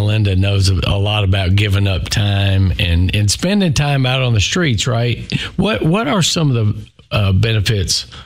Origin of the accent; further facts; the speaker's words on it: Dixon, United States; In mid 80s, but I grew up in Dixon. But you know, I spent a little time in Centerville down there, maybe.